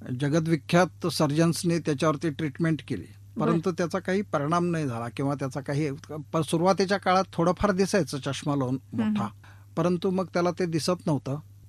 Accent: Karnataka, India; now in Nashik, India; आमचं मूळ गाव निपाणीजवळ एक छोटं खेडं आहे पांगेर म्हणून.

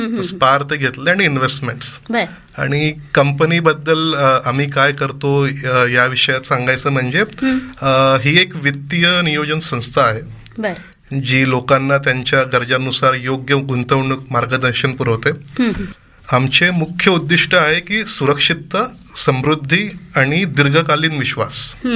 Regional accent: Jalgaon, Maharashtra, India; माझं बालपण म्हणजे born and brought up in Jalgaon only.

